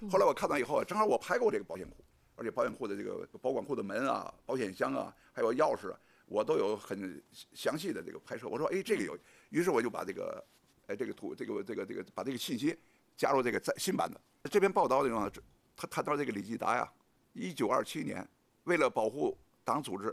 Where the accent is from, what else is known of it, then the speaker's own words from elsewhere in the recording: Beijing, China; 因为我是从胡同长大的，从小，我们看的都是青砖黛瓦